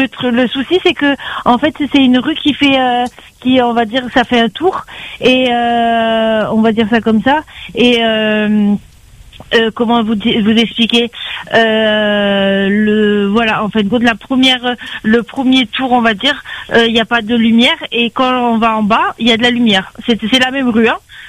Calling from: Saint-Joseph, Réunion; j'habite à Saint-Joseph et ma rue où j'habite, pas loin, en fait, il n'y a pas du tout de lumière.

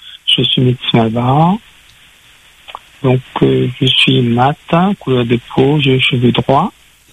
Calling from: Saint-Denis, Réunion; j'appelle de Saint-Denis.

